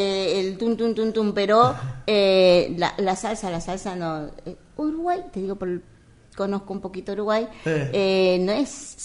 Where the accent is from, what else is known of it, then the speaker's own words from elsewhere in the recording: Peru; Y la salsa porque soy peruana.